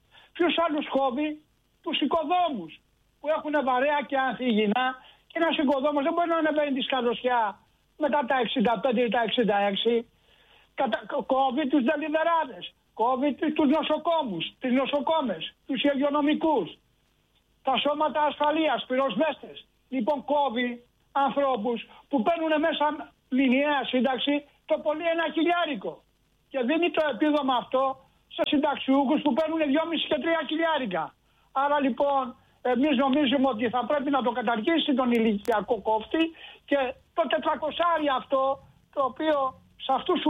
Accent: Corfu, Ionian Islands, Greece; στο νησί μου την Κέρκυρα

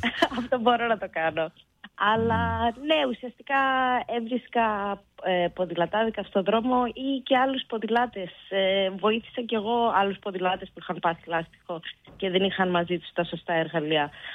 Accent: Greece; moved away; also born or lived in Litochoro / Denmark; Ενώ κατάγομαι από Τρικαλαμαθίας και από το Λεμαίδα, θεωρώ το Λιτόχωρο το χωριό μου.

